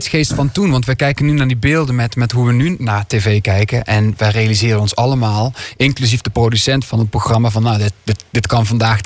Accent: Limburg, Netherlands; Ik ben een Zuiderling, ik kom uit Zuid-Limburg. En de Nederlandse taal zingen, daar had ik altijd wat moeite mee vanwege mijn accent.

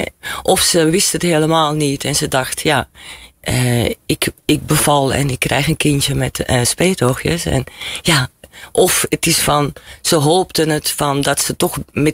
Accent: Belgium; moved away; dan had je op Belgische scholen, want ik kom uit België eigenlijk, dan heb je allemaal, ik was altijd het enige Chineesje.

